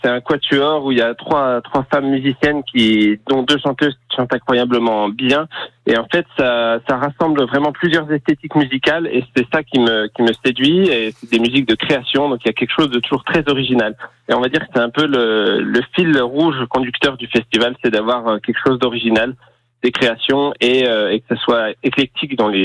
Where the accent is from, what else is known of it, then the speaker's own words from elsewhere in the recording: Grand Est, France; also born or lived in Brussels; Eh ben, c'est justement parce que j'y ai grandi et que j'aime ma région. J'y suis parti pour faire des études musicales à Bruxelles et puis je suis revenu